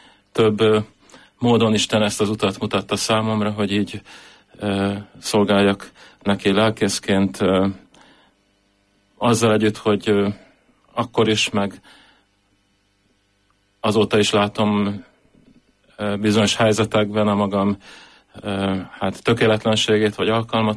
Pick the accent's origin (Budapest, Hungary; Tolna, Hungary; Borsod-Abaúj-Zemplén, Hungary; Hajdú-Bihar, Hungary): Budapest, Hungary; born or raised there